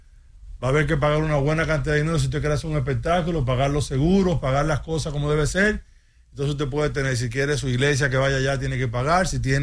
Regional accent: Dominican Republic; Nosotros los dominicanos hicimos un compromiso y tenemos que apoyarlos.

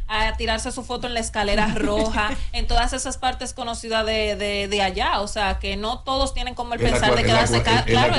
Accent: Dominican Republic; yo me atrevería a decir que como dominicanos

